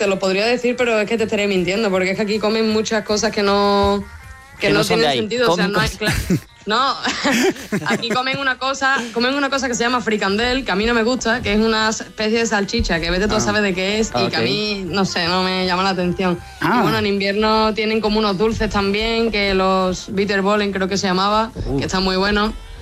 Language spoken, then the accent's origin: Spanish; Mairena del Alcor, Andalusia, Spain; now in Rotterdam, Netherlands; Sí, de Sevilla, bueno, de Mairena del Alcor.